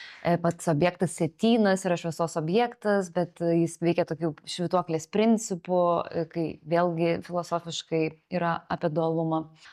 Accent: Ramygala, Panevėžys County, Lithuania; now in Vilnius, Lithuania; Aš užaugau Ramygaloje, kurios kultūros centras yra buvusi sinagoga, prie mano namų yra apleistos žydų kapinės, kurios vietiniai tvarko.

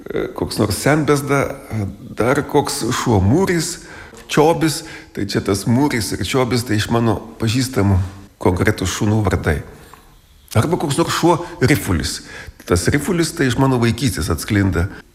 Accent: Samogitia, Lithuania; Kadangi aš taip gyvenu, tai Žemaitijoje vis tiek aš iš jos esu neišėjęs. Ir žmona mano žemaitė, tai mes šnekam žemaitiškai namus.

